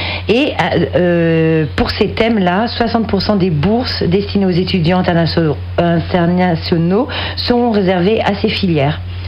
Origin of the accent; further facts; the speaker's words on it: France; Alors, par exemple, au Québec et chez nous, en France